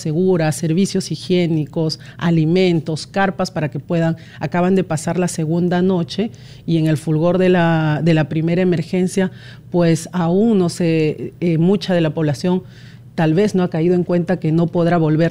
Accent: Peru; nosotros como peruanos tampoco tenemos un consulado

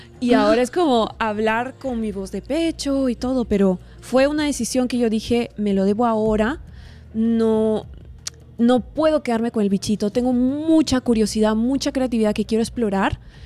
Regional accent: Surquillo, Lima, Peru; Yo soy de Surquillo.

